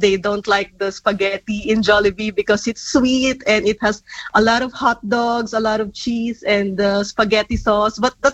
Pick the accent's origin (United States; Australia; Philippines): Philippines; So I miss also the weather in the Philippines. We also have beaches here, but being a Filipino, I cannot deny I really love the beaches more back in the Philippines. We have more than 7,000 islands in the Philippines.